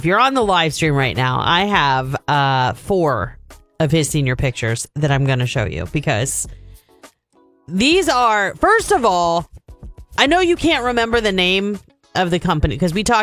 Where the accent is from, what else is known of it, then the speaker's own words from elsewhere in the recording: North Canton, Ohio, United States; I'm from North Canton